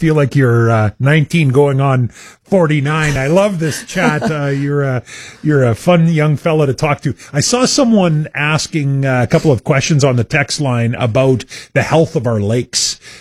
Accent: Abernethy, Saskatchewan, Canada; my hometown is Abernethy, Saskatchewan, the home of Len Thompson Fishing.

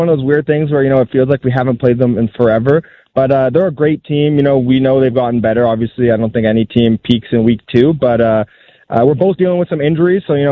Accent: Canada; born there; being Canadian born.

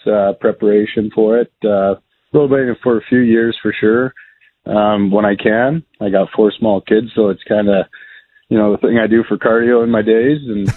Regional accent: Rocanville, Saskatchewan, Canada; moved away as an adult; I'll be going into my fourth year here. We moved back here. I played hockey for many years, and then we came back during COVID to my hometown. And so this is going into year four here.

